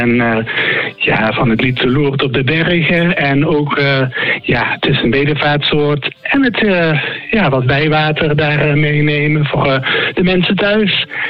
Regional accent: Netherlands; first language Dutch; ik spreek wel de Franse taal, maar ik ben wel gewoon Nederlands als Nederlands als mijn moedertaal.

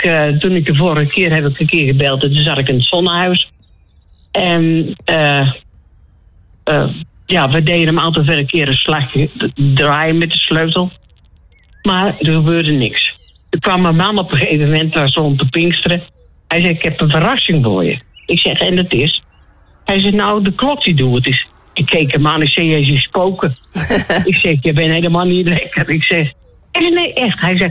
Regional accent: Langbroek, Utrecht, Netherlands; Langbroek.

